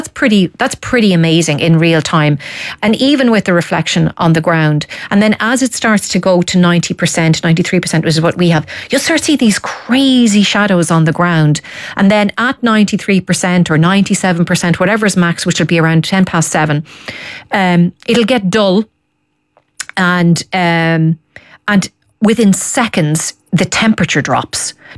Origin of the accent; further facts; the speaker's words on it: Dundalk, Leinster, Ireland; I'm in Dundalk, my hometown.